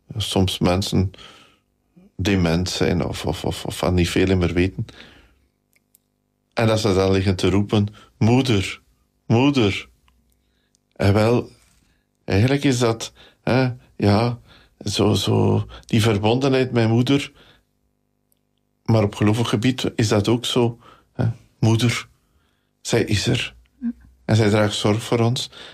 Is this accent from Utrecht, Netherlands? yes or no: no; Nederasselt, Gelderland, Netherlands; ik ben van Nederasselt. En... ik heb natuurlijk altijd iets bijzonders gehad met de patroonheilige van Nederasselt, de heilige Amandus, de apostel voor Vlaanderen.